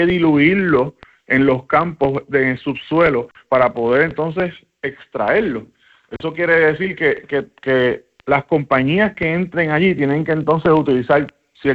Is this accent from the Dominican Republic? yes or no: no; Ponce, Puerto Rico; Mi papá servía la gasolina. Yo soy de Ponce.